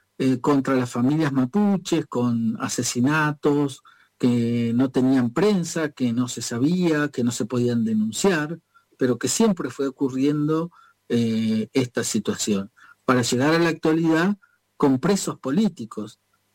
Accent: Argentina

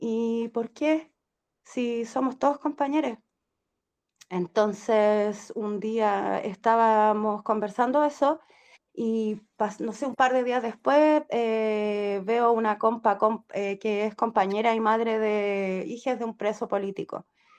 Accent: Chile; born there; una familia numerosa, nací en Peu, un pueblo chico con una cana en el medio del pueblo

